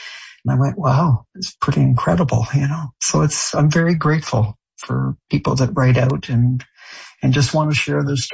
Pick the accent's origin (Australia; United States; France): France; born or raised there; also born or lived in Ottawa, Canada; now in Canada